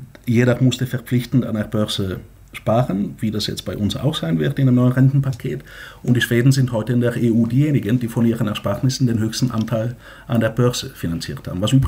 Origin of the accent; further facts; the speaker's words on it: Bulgaria; now in Germany; Übrigens wie in meiner Heimat Bulgarien, da ähnelt sich Sachsen